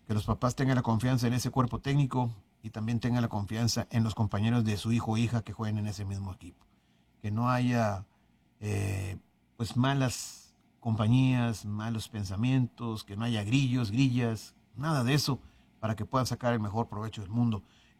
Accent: Mexico; nos han denigrado a nosotros como mexicanos

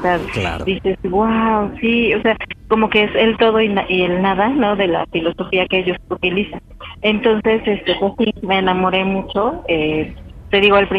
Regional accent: Benito Juárez, Mexico City, Mexico; 38 años y de la alcaldía Benito Juárez.

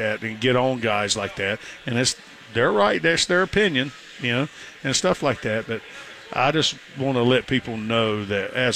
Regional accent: East Coast, United States; I was from the East Coast

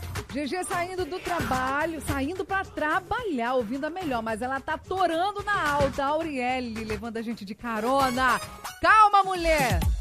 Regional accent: Brazil; nós somos brasileiros.

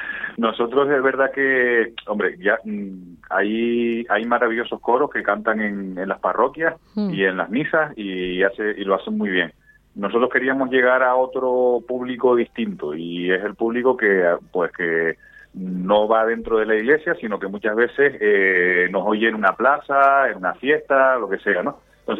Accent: Santa Cruz de Tenerife, Canary Islands, Spain; moved away as an adult; now in Los Realejos, Spain; Nosotros somos de Santa Cruz, lo que pasa es que yo llevo ya 20 y pico años viviendo aquí en Los Ralejos.

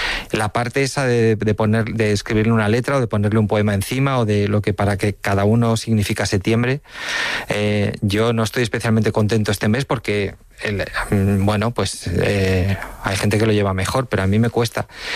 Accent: Villacarriedo, Cantabria, Spain; y luego he estado en las fiestas de mi pueblo, en Villacarrido, también hace una semana

